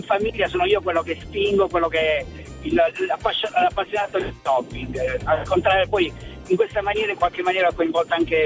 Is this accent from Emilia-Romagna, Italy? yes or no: no; Apulia, Italy; now in Veneto, Italy; vengo, sono originario della Puglia, però vivo e lavoro in Veneto